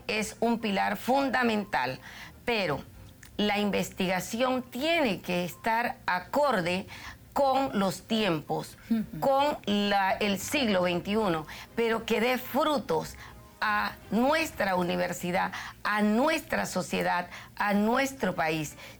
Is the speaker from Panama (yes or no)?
yes; Panama